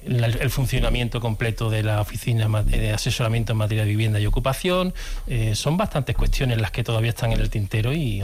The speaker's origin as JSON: {"language": "Spanish", "town": "San Fernando", "region": "Andalusia", "country": "Spain", "tie": "born there", "moved": "yes", "lives_now": "Seville, Spain", "said": "No, nací en San Fernando."}